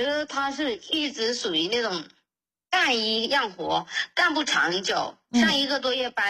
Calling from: Guilin, Guangxi, China; 我是广西桂林的。

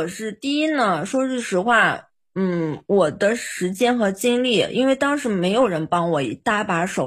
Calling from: Xinjiang, China; 我是新疆人

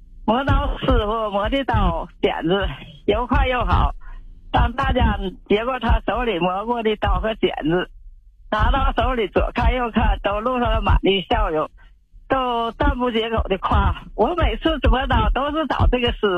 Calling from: Fushun, Liaoning, China; 我是来自辽宁抚顺雷顺城的

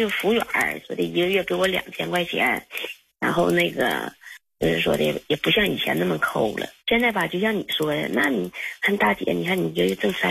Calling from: northern China, China; 我们都是北方人

